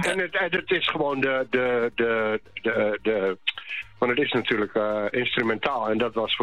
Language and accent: Dutch; Drenthe, Netherlands; born there; also born or lived in Mariahoeve, The Hague; now in Assen, Netherlands; Ik ben Drent van origine.